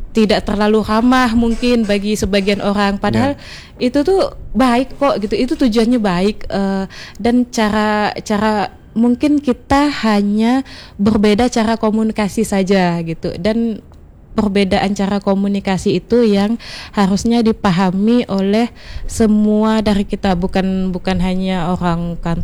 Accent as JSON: {"language": "Indonesian", "town": "Sambas", "region": "West Kalimantan", "country": "Indonesia", "tie": "born or raised there", "moved": "yes", "said": "Saya Sambas"}